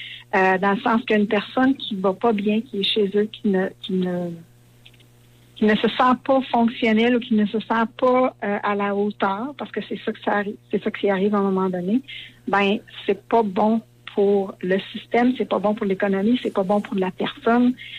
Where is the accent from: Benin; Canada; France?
Canada; Notre-Dame-du-Lac, Quebec; Parce que je viens de Notre-Dame-du-Lac, fait que je suis désolée.